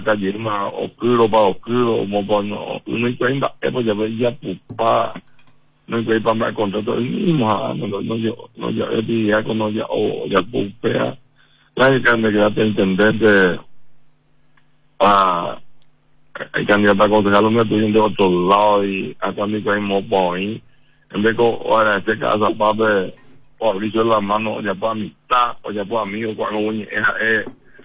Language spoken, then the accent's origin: Spanish; Cuba; A ya yo soy cubana